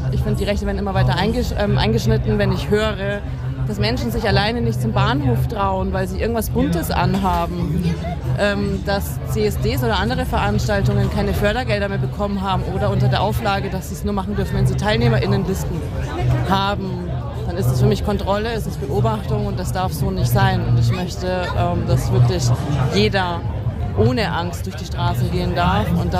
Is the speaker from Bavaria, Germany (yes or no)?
yes; Munich, Bavaria, Germany; moved away as an adult; now in Dresden, Germany; ich bin eben in Dresden, bin heute hierher gekommen. Bin ursprünglich aus München, bin vor 7 Jahren nach Dresden gezogen